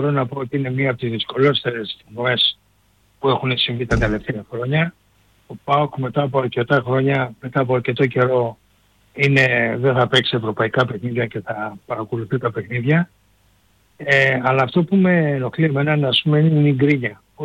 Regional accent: Greece; γιατί είμαστε Έλληνες.

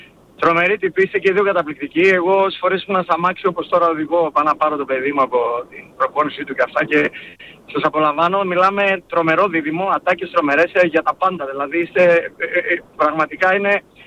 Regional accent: Central Greece, Greece; Εγώ είμαι από την Εύβοια, καταγωγή.

